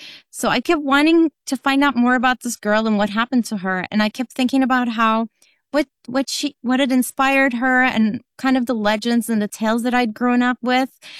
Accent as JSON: {"language": "English", "country": "Turkey", "tie": "born or raised there", "moved": "yes", "said": "this legend that I know from growing up in Turkey"}